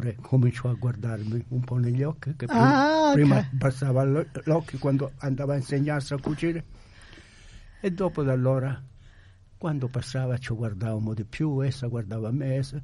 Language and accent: Italian; Calabria, Italy; moved away as an adult; E sono partito da Calabria, sono andato a Villa San Giovanni.